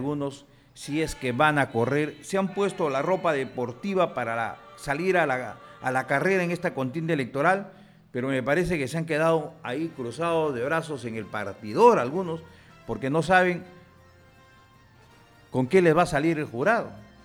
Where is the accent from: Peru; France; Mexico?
Peru; Somos peruanos